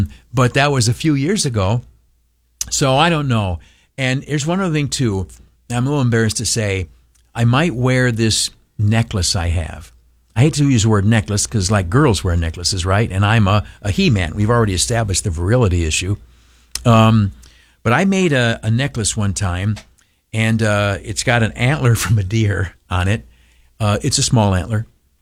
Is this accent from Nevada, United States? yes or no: no; Canisteo, New York, United States; I grew up in a town of Canastillo, in the Southern Tier, a home of the world-famous Canastillo Living Sign.